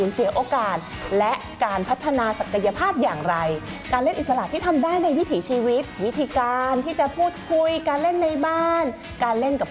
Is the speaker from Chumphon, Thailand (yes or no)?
no; Bangkok, Thailand; เองนะคะเกิดและเติบโตในกรุงเทพเนาะบ้านก็เป็นบ้านตึกแถว